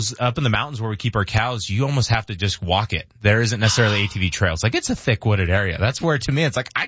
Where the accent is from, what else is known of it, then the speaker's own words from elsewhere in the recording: Colorado, United States; As a former rancher growing up in Southern Colorado